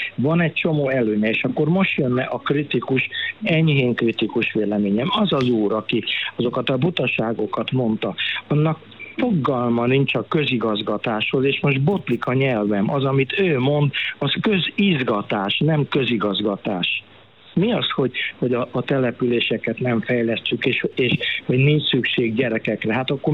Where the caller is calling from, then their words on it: Vas County, Vas, Hungary; Vas megyéből telefonálok